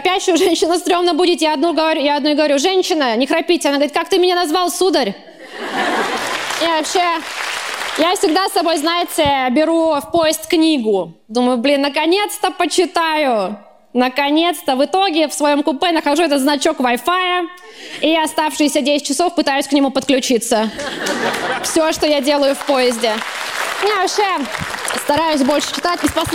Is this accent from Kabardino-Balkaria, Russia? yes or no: yes; Nalchik, Kabardino-Balkaria, Russia; born there; moved away; Я сама родилась в Нальчике